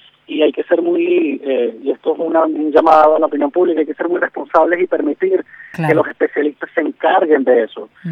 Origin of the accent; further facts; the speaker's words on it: Venezuela; soy un ciudadano venezolano